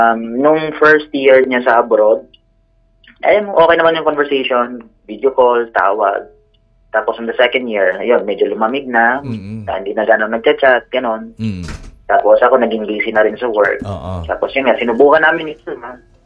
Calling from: Taguig, Metro Manila, Philippines; ng Taguig.

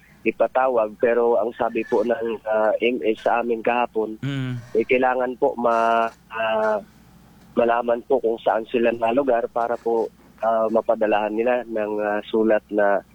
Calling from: Quezon, Mimaropa, Philippines; Taga Pinaglabanan

